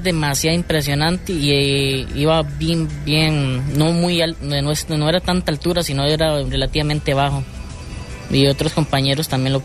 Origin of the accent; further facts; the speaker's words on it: Quepos, Puntarenas, Costa Rica; moved away; Yo acá tengo como unos 19 años que llegué a esta zona. Soy de Quepos, normal, siempre ha sido de costa. Estoy aquí hace como unos 16 años